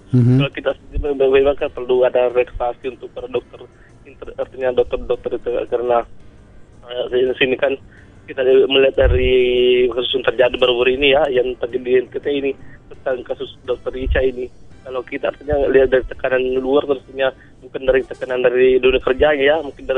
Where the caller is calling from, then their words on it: South Sulawesi, Indonesia